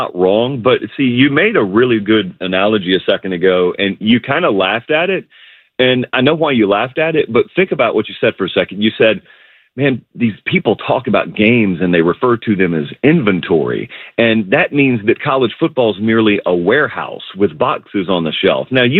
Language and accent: English; the South, United States; I grew up in the South and we would have them come through fields occasionally and just decimate crops.